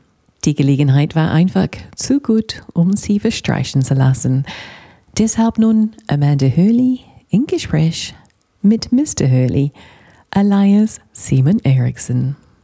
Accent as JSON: {"language": "German", "country": "New Zealand", "moved": "yes", "lives_now": "Germany", "said": "Ich komme aus Neuseeland, aber der Name, denke ich, kommt aus Irland ursprünglich."}